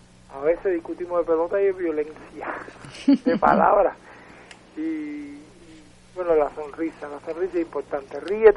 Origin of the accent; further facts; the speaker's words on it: Cuba; cubanos y de pelea.